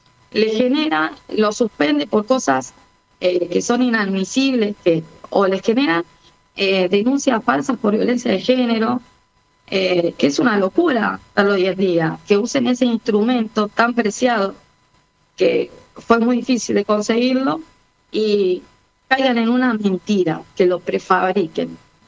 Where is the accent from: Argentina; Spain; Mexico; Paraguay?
Argentina; nosotros, como República Argentina